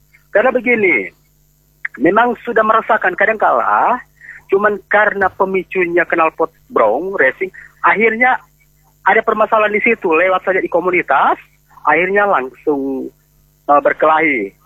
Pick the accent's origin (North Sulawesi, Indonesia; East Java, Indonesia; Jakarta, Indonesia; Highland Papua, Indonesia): North Sulawesi, Indonesia; saya juga orang Minahasa Selatan, tapi saya tahu informasi begini.